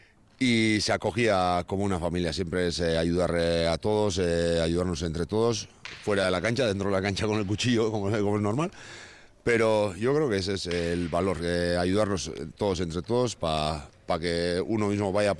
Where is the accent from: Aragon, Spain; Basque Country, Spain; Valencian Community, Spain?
Basque Country, Spain; Markina-Xemein; yo soy de Markina